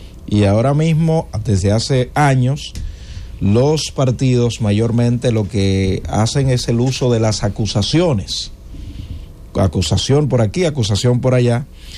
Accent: Villa Altagracia, San Cristóbal, Dominican Republic; born there; Yo tengo 43 años, vengo de un barrio de Villa Altagracia, de un sector de un batey, como le llaman.

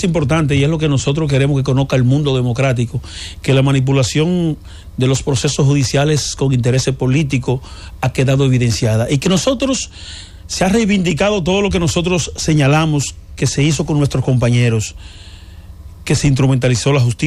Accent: Elías Piña, Dominican Republic; Elías Piña, yo soy de Elías Piña.

